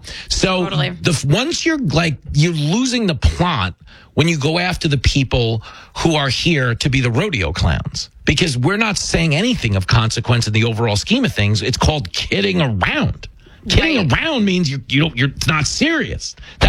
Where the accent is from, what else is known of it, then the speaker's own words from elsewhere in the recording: New York, United States; Yeah, anybody tells you, because we're from New York, so we know the difference.